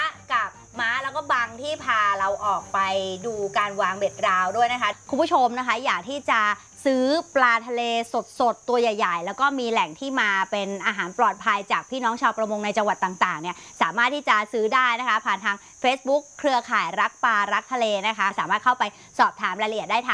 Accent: Southern Thailand, Thailand; ไม่ได้เราเป็นคนใต้

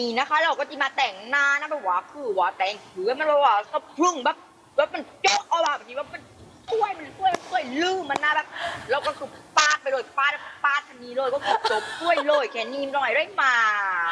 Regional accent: Phang Nga, Thailand

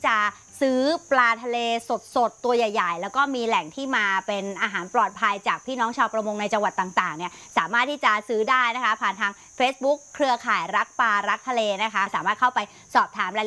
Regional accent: Southern Thailand, Thailand; ไม่ได้เราเป็นคนใต้

